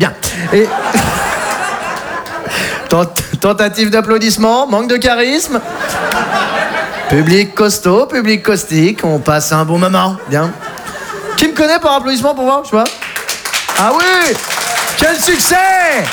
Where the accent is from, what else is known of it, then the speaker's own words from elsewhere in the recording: Rambouillet, Île-de-France, France; Bah moi je suis français. Je viens de Rambouillet.